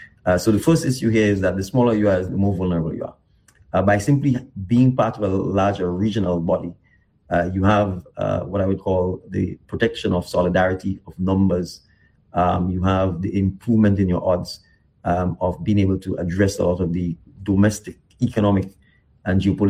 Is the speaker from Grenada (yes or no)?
yes; Grenada; moved away as an adult; also born or lived in Barbados / Trinidad and Tobago; I was born in Grenada, primary and secondary school, educated in Grenada, but I got the opportunity to be educated at the University of the West Indies, which is a melting pot of Caribbean education in Barbados and then in Trinidad and Tobago.